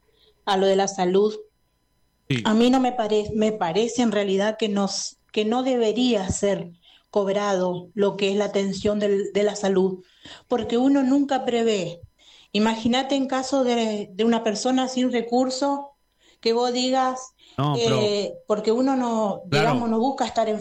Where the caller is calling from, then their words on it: Argentina; no me gustaría a mí como argentina